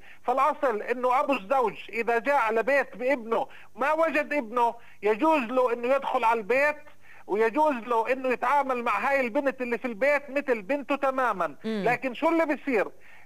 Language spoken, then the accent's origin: Arabic; Nablus, West Bank, Palestine; accent: Nablus colloquial dialect; إحنا في نابلس بنقول الحمو أو الحما